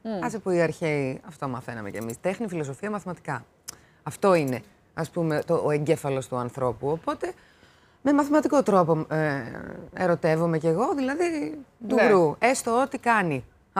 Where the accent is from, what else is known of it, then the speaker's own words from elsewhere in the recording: Drama, Eastern Macedonia and Thrace, Greece; moved away as an adult; also born or lived in Thessaloniki / Patras / Peplos, Evros; now in Athens, Greece; εγώ γεννήθηκα στη Θεσσαλονίκη, μετά μεγάλωσα στη Δράμα, σπούδασα στην Πάτρα και ζω 10 χρόνια στην Αθήνα.